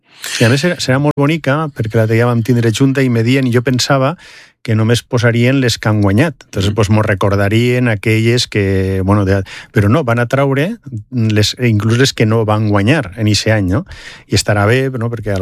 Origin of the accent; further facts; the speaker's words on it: Almassora, Valencian Community, Spain; quan soc d'Almassora, pues bueno, no volia dir-ho.